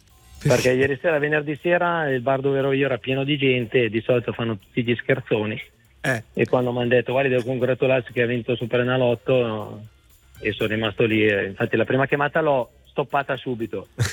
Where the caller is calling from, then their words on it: Brianza, Lombardy, Italy; da buon brianzolo